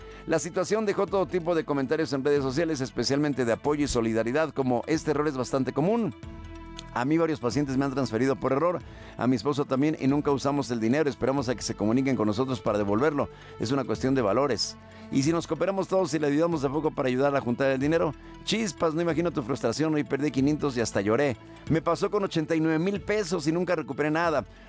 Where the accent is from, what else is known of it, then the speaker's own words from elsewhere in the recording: Guadalajara, Jalisco, Mexico; Yo soy de Guadalajara, entonces dije, si es una taquería a la que yo acudí